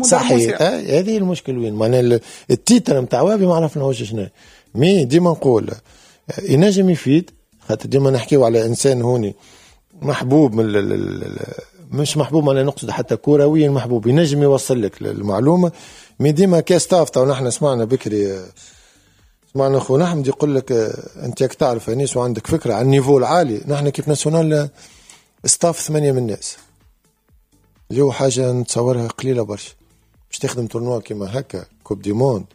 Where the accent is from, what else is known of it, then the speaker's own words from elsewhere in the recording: Tunisia; احنا في تونس